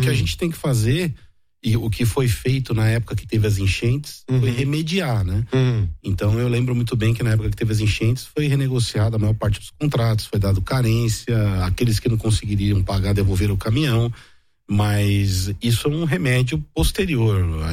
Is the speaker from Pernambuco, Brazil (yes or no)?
no; São Paulo, Brazil; now in São Bernardo do Campo, Brazil; Sou aqui de São Paulo mesmo